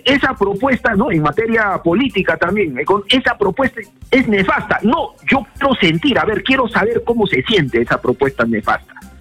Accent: Peru; así somos los peruanos, ¿no?

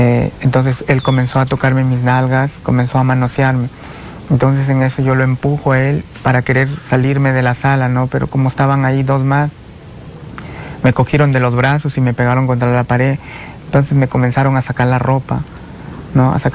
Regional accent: La Libertad, Peru; mi pueblo llamado Nexo del H, es un caserío que pertenece a la empresa Casagrande

